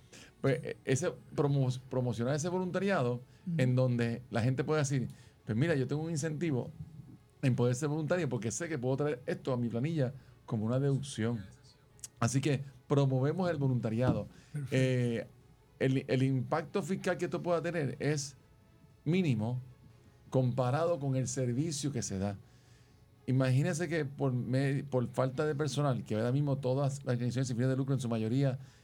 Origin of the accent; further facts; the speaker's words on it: Puerto Rico; Somos la isla del Cordero. Tenemos un cordero en el centro de nuestro escudo, tenemos una Biblia.